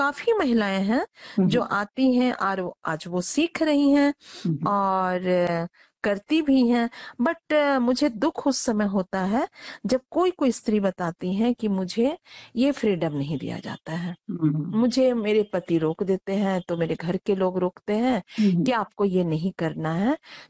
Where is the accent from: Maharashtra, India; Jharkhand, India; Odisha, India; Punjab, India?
Jharkhand, India; Chandrapura; moved away as an adult; now in Ranchi, India; मैं चंद्रपुरा बोकारो से हूँ